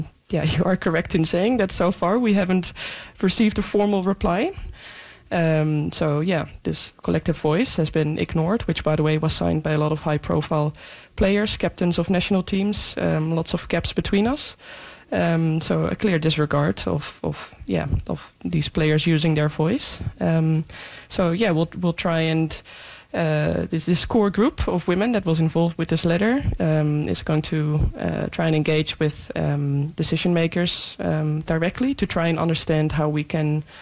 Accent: Netherlands; growing up in the Netherlands playing football there, there wasn't too many I guess, weather events

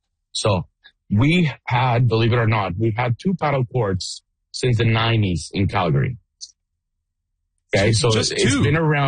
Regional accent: Mexico; So I was born and raised in Mexico. I was born on a tennis court in Mexico.

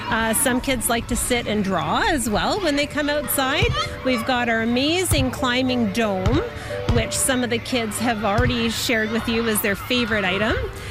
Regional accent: Toronto, Ontario, Canada; now in Sudbury, Canada; I grew up in Scarborough, Ontario, in the suburbs of Toronto.

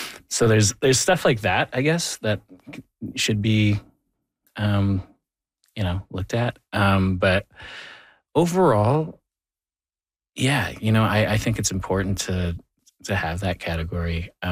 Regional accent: Thunder Bay, Ontario, Canada; and I bring that back even to growing up in Thunder Bay

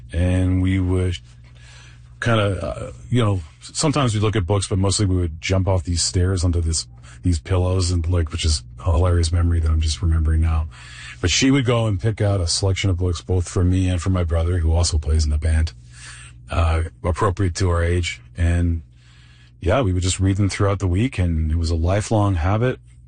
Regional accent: Saskatoon, Saskatchewan, Canada; We're from Saskatoon, Saskatchewan. We play rock and roll music.

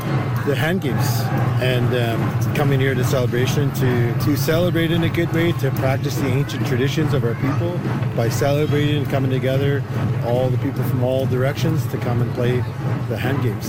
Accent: North Vancouver, British Columbia, Canada; I'm from the Squamish Nation, located in North Vancouver, BC. On my mother's side, I'm also from Pelly Cross, and I'm North Shoshone, my father's side

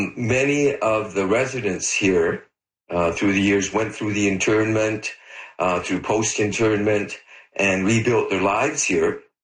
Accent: Richmond, British Columbia, Canada; I grew up in Richmond, went to UBC, came back and became a teacher and a school administrator, and now I'm a community volunteer.

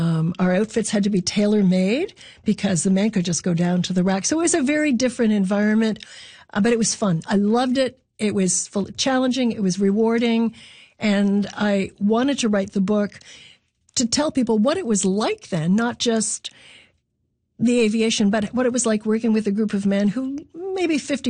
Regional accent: Belleville, Ontario, Canada; Belleville, Ontario, near the Trenton Air Force Base, just a bit west. We were on the west side of Belleville near the Trenton Air Force Base. And I grew up during the time of the Golden Hawks.

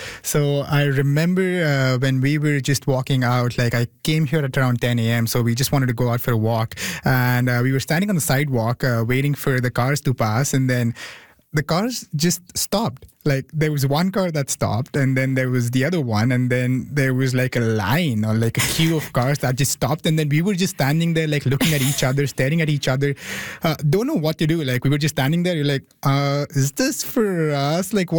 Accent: India; moved away as an adult; now in Canada; Because I'm from India, so I came here in 2021

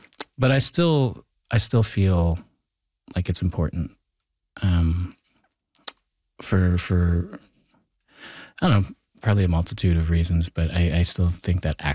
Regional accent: Thunder Bay, Ontario, Canada; And I bring that back even to growing up in Thunder Bay, where like, you know, there is like, you know, a lot of tensions between

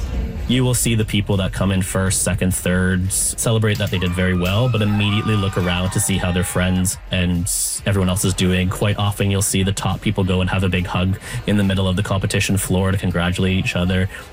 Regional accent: Canada

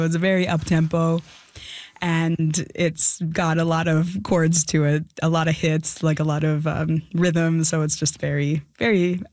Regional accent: Canada; I am a Canadian

